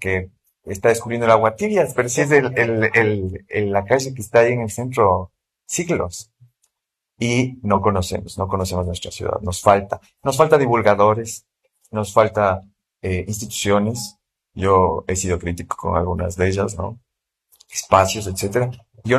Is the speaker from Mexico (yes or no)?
no; Ambato, Tungurahua, Ecuador; la fertilidad de la provincia, sobre todo de Ambato, que nos enorgullecemos, que somos del Vergel, la ciudad jazlín